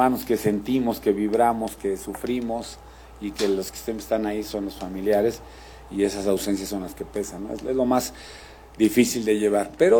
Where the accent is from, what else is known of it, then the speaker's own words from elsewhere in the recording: Mexico; Es tu país, ¿eh? Eso es, para mí como mexicano, no hay mayor goce o disfrute que representar tu país en algo